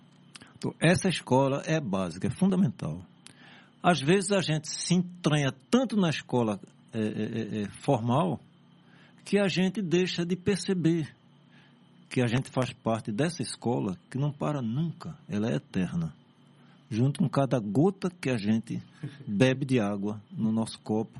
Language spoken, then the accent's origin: Portuguese; Recife, Pernambuco, Brazil; born there; E eu nasci na Casa de Saúde Maternidade de São João, que era o hospital onde depois passou a ser o Hospital Agamenon Magalhães.